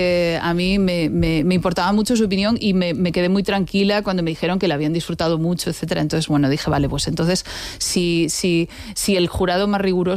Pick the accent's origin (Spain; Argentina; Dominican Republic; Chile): Spain; A Coruña, Galicia; Soy gallega de digámoslo, Coruña. Digámoslo, soy gallega. Gallega de A Coruña.